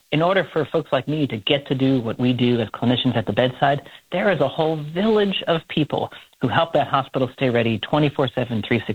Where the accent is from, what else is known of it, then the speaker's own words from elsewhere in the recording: North Carolina, United States; I was the chief medical officer of the hospital in my hometown in North Carolina through the pandemic.